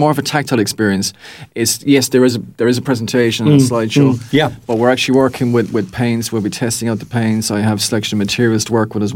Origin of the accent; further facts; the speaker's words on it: Achill, Connacht, Ireland; when I grew up schooling in Achill